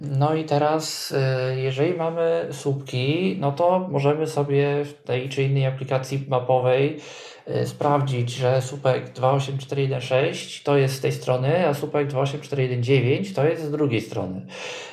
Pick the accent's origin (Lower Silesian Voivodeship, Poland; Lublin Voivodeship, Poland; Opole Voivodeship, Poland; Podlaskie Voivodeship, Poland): Lower Silesian Voivodeship, Poland; Wrocław; u nas we Wrocławiu